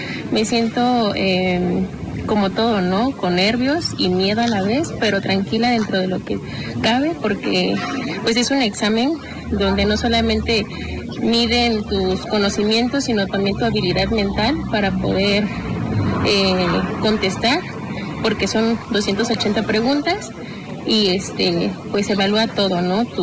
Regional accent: Oaxaca de Juárez, Oaxaca, Mexico; Soy originaria de Oaxaca, Oaxaca de Juárez

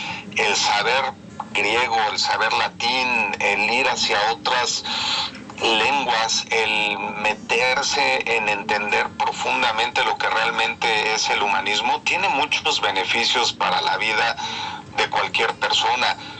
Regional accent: Mexico; moved away as an adult; now in Germany; como mexicano que ya tiene pues más de 15 años viviendo fuera del país, en Alemania específicamente.

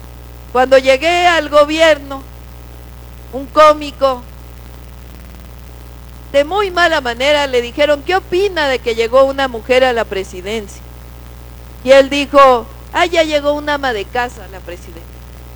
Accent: Mexico

